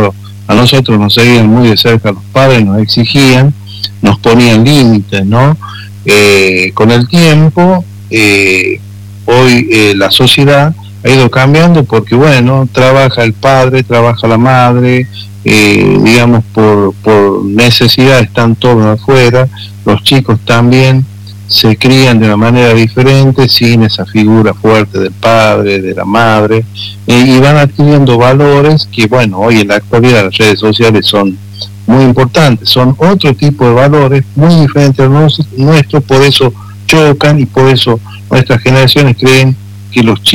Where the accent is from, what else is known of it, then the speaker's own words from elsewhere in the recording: La Rioja, Argentina; nosotros lamentablemente, como riojanos, no enseñamos nuestra historia.